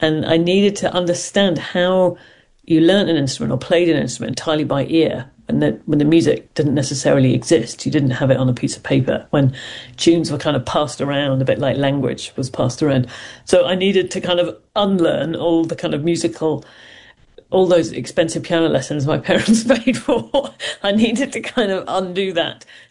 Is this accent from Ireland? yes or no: yes; Ireland; now in United Kingdom; And it wasn't that easy really being Irish in Britain then.